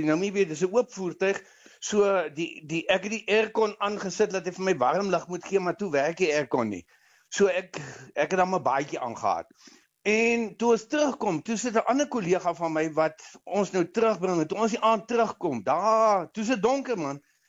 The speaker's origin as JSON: {"language": "Afrikaans", "town": "Mossel Bay", "region": "Western Cape", "country": "South Africa", "tie": "born or raised there", "also_born_or_lived": "Oudtshoorn", "moved": "as an adult", "lives_now": "Limpopo, South Africa", "said": "Ek is op Mosselbaai gebore. In 1963 toe is dit wat ek die lig aanskou daarso. En ek het my skoolloopbaan in Mosselbaai in eers by 'n klein laerskooltjie Buffelfontein"}